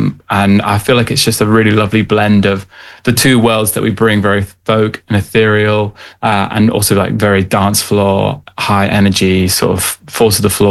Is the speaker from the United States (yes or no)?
no; Devon, South West England, United Kingdom; moved away; originally I was from Devon